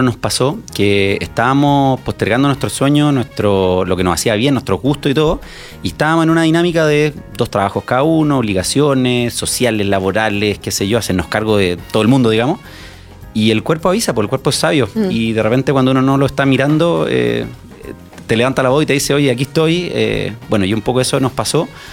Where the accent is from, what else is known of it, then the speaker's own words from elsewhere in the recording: Santiago, Santiago Metropolitan Region, Chile; yo por el fondo vengo de Santiago, ciudad grande, todo pasando